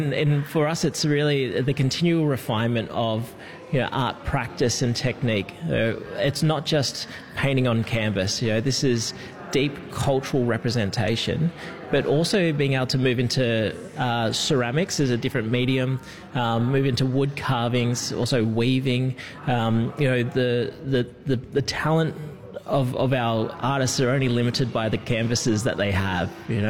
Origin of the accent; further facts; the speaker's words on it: Victoria, Australia; So I'm connected to the Wemba Wemba, Jadawai Jali, Wurugai and Gunditjmara Nation, so Western Victorian, and from New Island Province through my father in Papua New Guinea.